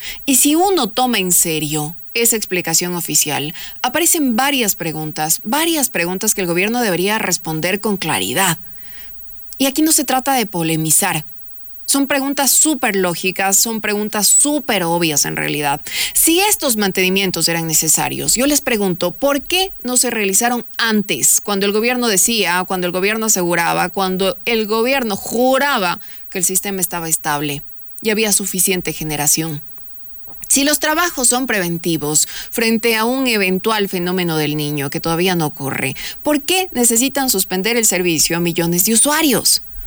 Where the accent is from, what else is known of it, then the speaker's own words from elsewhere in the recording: Ecuador; los que estamos sufriendo somos los ecuatorianos.